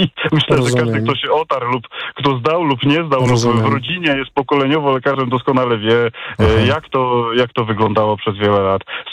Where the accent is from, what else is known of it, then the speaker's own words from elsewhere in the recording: Silesian Voivodeship, Poland; ja pochodzę ze Śląska, tutaj sytuacja jest dosyć industrialna